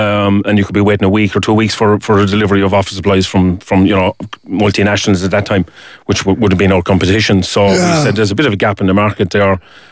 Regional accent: Newcastle West, County Limerick, Ireland; born there; I was born in 75 in Newcastle West, County Limerick. One of eight kids, as you say. I have five sisters and two brothers.

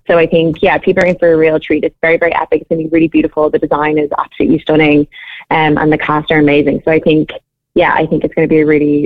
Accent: Dublin, Leinster, Ireland; So I'm from Dublin. So I'm originally from Cavantilly.

